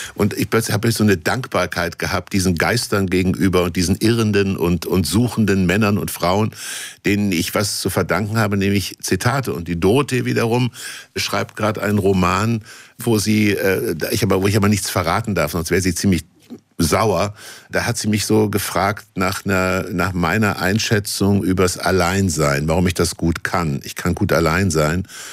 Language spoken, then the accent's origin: German; Kassel, Hesse, Germany; born or raised there